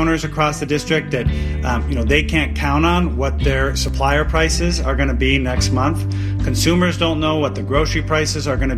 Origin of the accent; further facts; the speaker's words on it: East Lansing, Michigan, United States; I was raised here in East Lansing. I live downtown Lansing with my wife